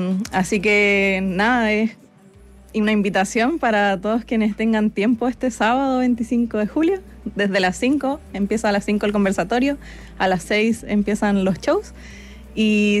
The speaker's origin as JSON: {"language": "Spanish", "town": "Santiago", "region": "Santiago Metropolitan Region", "country": "Chile", "tie": "born or raised there", "said": "yo crecí siendo afrochilena en Chile. Estuve mucho tiempo negando mis raíces, negando todo lo que tuviera que ver con lo afro."}